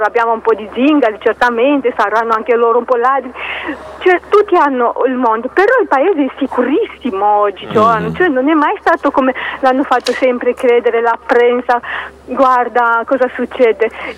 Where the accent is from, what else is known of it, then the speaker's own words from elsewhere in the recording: Romania; Italian is a second language; No, assolutamente, io sono dalla Romania e vi posso dire che Romania è il paese più ricco dall'Unione Europea